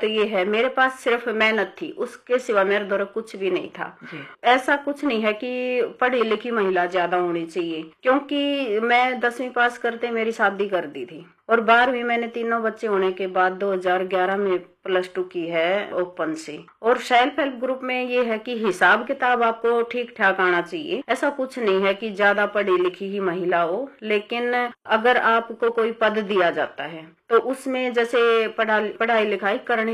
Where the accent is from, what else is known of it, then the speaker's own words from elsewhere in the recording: Haryana, India; और जैसे मैं हरियाणा से हूँ, हरियाणा में स्कीम है हरियाणा राज्य ग्रामीण आजीविका मिशन